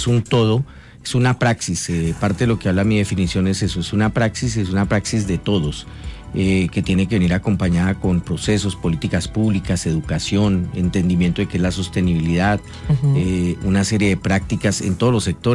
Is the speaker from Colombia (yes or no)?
yes; Mosquera, Cundinamarca, Colombia; born or raised there; moved away as an adult; also born or lived in La Vega, Cundinamarca; now in Mexico